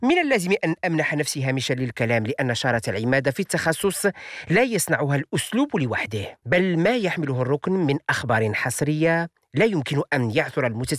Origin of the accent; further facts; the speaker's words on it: Morocco; هذا الفيلم صور الجزء الأكبر منه عندنا في المغرب